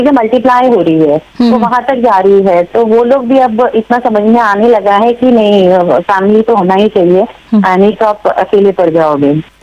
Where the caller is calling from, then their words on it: Raipur, Chhattisgarh, India; सोनाली जी, मैं यहाँ रायपुर छत्तीसगढ़ से हूँ जैसा कि मैंने बताया